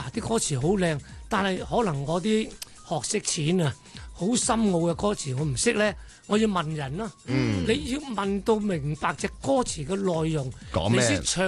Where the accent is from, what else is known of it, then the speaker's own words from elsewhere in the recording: Vietnam; moved away as an adult; now in Hong Kong; 我喺越南长大嘅，我七岁就学唱粤曲，十一岁就登台都系唱粤曲。咁啊，后期做埋大戏咧喺越南。咁嚟到香港咧，我系七零年到香港